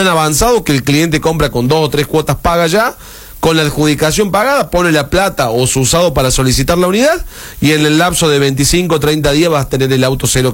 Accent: Laboulaye, Córdoba, Argentina; nosotros somos de acá de la zona, somos oriundos de La Bulaya

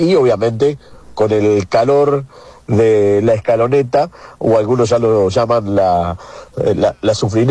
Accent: Argentina

